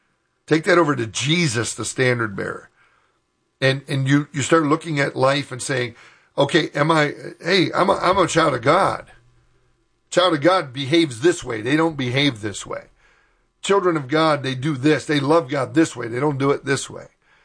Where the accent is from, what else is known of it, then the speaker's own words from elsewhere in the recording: United States; And we're American, so we do things a certain way.